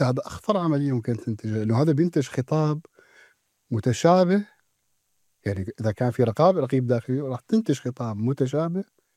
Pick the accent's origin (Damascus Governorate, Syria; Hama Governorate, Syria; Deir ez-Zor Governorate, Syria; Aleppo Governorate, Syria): Deir ez-Zor Governorate, Syria; Deir ez-Zor; دير مدينتي، شو ابن دير زو